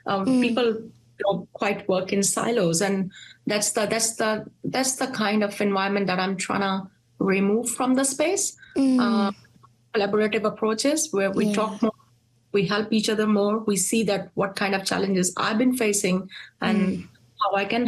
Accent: Pakistan; now in New Zealand; we have got a great history over here as Pakistani. We are very hardworking people, mostly very professional and mostly highly skilled migrants that come from, you know, Pakistan to New Zealand

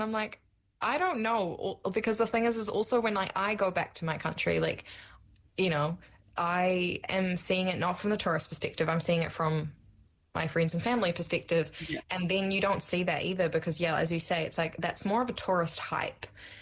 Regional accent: Amsterdam, North Holland, Netherlands; English is a second language; moved away; yeah, I am from Holland and yeah.

